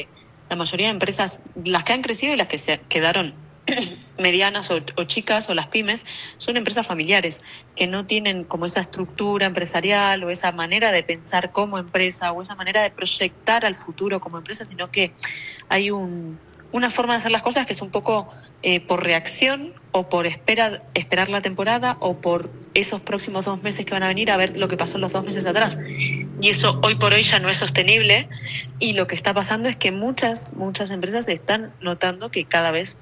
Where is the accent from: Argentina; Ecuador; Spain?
Argentina; Bariloche, Río Negro; moved away as an adult; yo soy de Bariloche, nacida y criada. Me fui muy jovencita, con 20 años, con 21 años